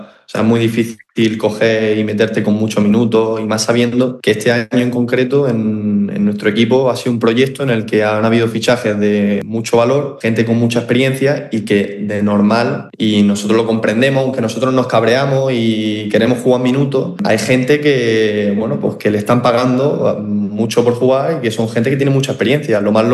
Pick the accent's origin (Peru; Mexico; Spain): Spain; Almería, Andalusia; como los dos somos de Almería